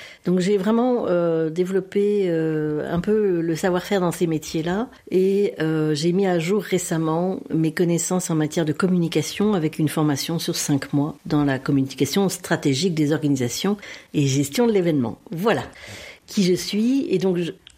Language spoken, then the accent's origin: French; Brittany, France; born there; moved away as an adult; also born or lived in Rennes / Vendée / Belgium; now in Belfort, France; Alors, je viens de Bretagne, au point de départ